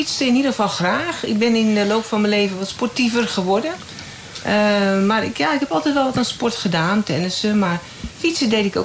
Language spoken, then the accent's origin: Dutch; Lisse, South Holland, Netherlands; now in Lisserbroek, Netherlands; ik ben geboren en getogen in Lisse. En nu woon ik in de Lissebroek, maar dus eigenlijk voelt dat nog steeds als Duin en Bollenstreek.